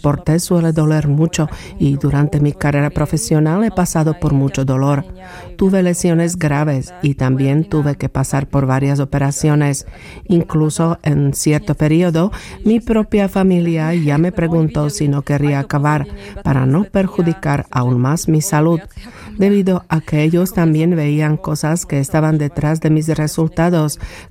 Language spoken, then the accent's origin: Spanish; southern Slovakia, Slovakia; Otro factor es el hecho de que provengo del sur de Eslovaquia y aunque no se trata de una tierra plana, tampoco es montañosa y en mi familia tampoco se esquiaba.